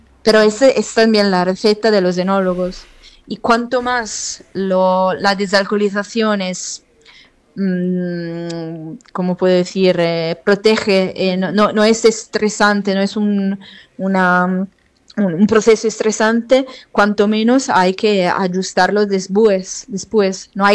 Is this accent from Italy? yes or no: yes; Turin, Piedmont, Italy; Torino, el centro.